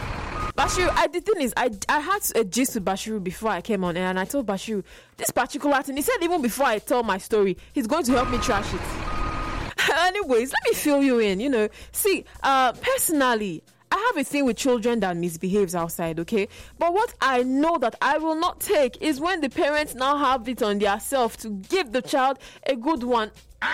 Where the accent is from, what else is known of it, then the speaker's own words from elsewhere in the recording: Nigeria; as a Nigerian